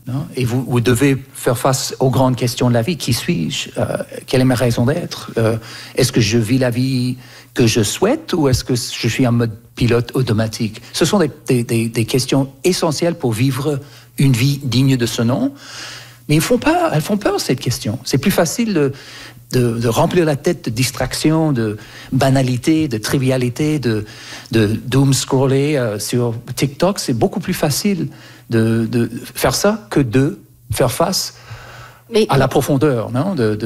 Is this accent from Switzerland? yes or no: no; Canada; moi j'ai grandi au Canada et quand j'avais 4, 5, 6 ans, il y avait un bus